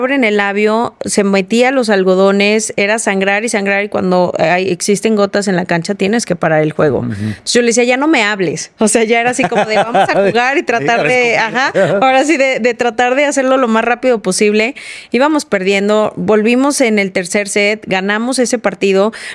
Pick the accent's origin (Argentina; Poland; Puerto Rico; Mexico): Mexico; San Luis Potosí; moved away; yo soy originaria de San Luis Potosí